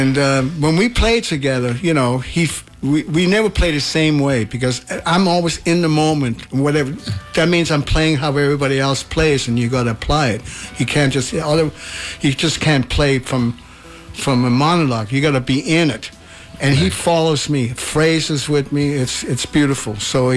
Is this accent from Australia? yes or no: no; Denmark; English is a second language; now in United States; I came from Denmark. I knew that America is the promised place, like a promised land.